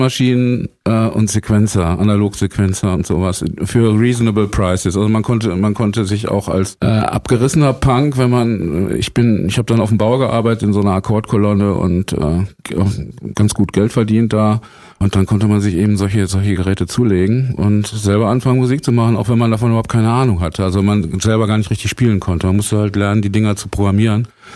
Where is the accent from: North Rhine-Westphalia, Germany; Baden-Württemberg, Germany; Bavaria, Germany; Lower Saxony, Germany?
North Rhine-Westphalia, Germany; Herford; now in Berlin, Germany; Also ich meine, ich bin nicht direkt von Herford nach Berlin gekommen, sondern ich bin von Geburt her ein Wessi und Herford liegt in Ostwestfalen.